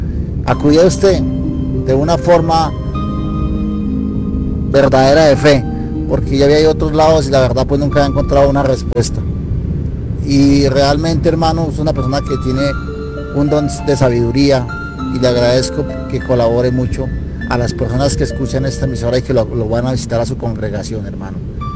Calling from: Colombia; yo soy del municipio de Cucauta.

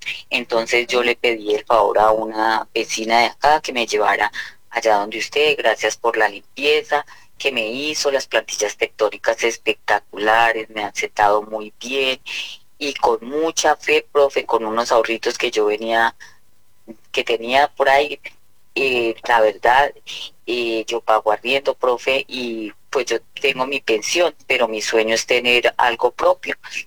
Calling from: Ibagué, Tolima, Colombia; le estoy llamando desde Ibagué, Tolima, vivo por el barrio 7 de agosto.

